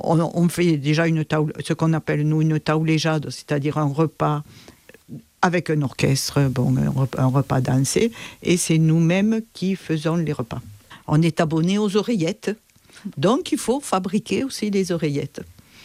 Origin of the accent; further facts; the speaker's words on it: Normandy, France; born there; Moi, je suis née par accident en Normandie.